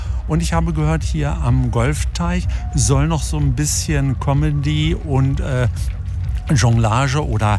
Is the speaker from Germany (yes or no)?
yes; Fischbeck, Germany; Ich komme aus Fischbeck